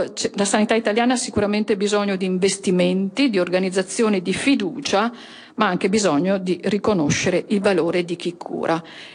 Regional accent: Veneto, Italy; accent: Venetian; Vengo dal Veneto, lo dice il mio accento

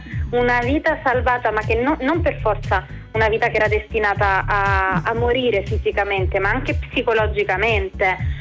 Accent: Naples, Campania, Italy; io sono napoletana

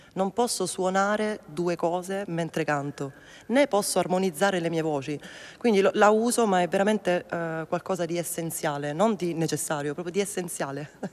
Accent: Salve, Apulia, Italy; born there; è il mio paese.

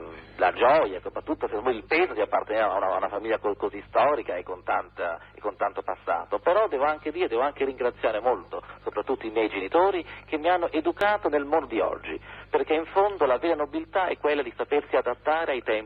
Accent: Rome, Lazio, Italy; born there; siamo di famiglia veneziana, trapiantati a Roma, da diversi anni, perché io sono nato a Roma, mio padre è venuto a Roma piccolissimo

